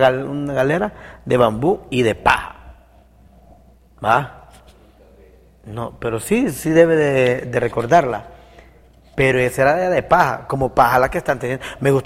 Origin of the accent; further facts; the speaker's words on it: Honduras; estoy como un hondureño